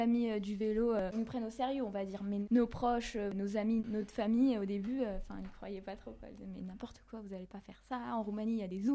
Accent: France; born there

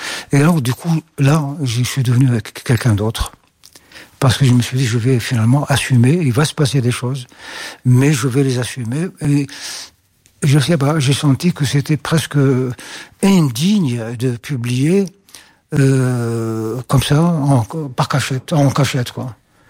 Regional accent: Algeria; je vis en Algérie.

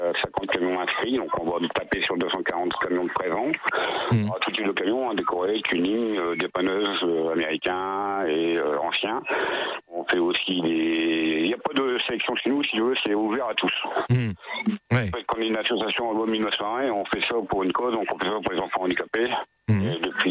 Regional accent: Hauts-de-France, France; Les Ch'tis parce qu'on est du Nord, Truckers parce qu'on est tous des routiers.

